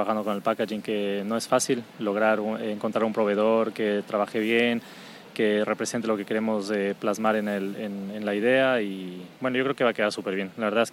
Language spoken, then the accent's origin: Spanish; Ecuador; now in Castelldefels, Spain; Yo soy ecuatoriano también, así que es una historia bastante bonita porque es una buena coincidencia estar aquí en Castelldefels siendo ecuatoriano y que esta historia tenga un cacao ecuatoriano.